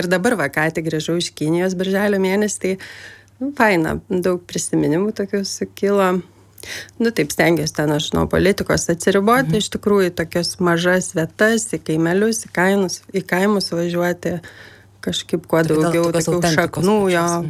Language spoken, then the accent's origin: Lithuanian; Vilnius, Vilnius County, Lithuania; Iš tikrųjų, aš užaugau Aklųjų rajone Vilniuje. Ir va, jis visai netoli LRT yra.